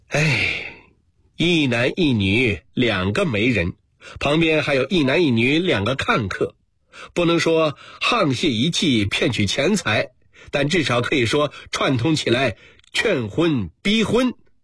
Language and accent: Chinese; China; 我们中国人喜欢吃饺子，饺子不但要好吃，还得好看。